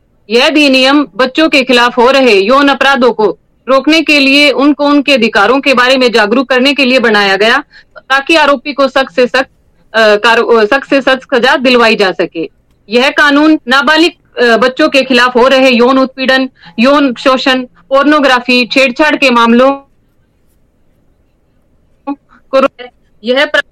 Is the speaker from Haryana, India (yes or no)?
yes; Bhiwani, Haryana, India; महिला थाना SHO Charkhi Dadri posting हूँ फिलहाल, और मैं मूल निवासी भिवानी की हूँ